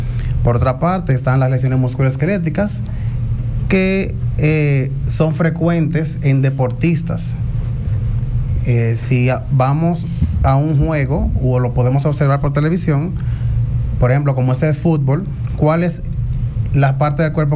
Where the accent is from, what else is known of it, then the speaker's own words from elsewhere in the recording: Barahona, Dominican Republic; esos jóvenes como yo que estamos pues apostando a un mejor Barahona